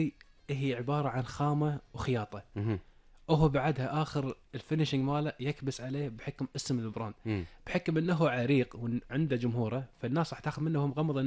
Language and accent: Arabic; Kuwait